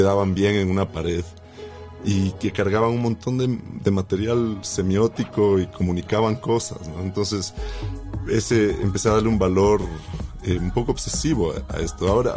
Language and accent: Spanish; Ecuador; also born or lived in Quito; Es un nivel burocrático de cómo somos los ecuatorianos.